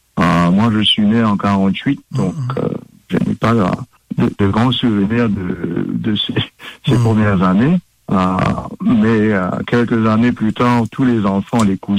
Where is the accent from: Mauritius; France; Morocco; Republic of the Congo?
Mauritius; Quatre Bornes, Plaines Wilhems; moved away as an adult; now in Australia; Ah oui, donc je suis né à Quatre-Bons. Effectivement, j'ai fait mes études primaires à l'école Saint-Enfant-Jésus à Rosil et mes études secondaires au Collège Royal de 1960 à 1967.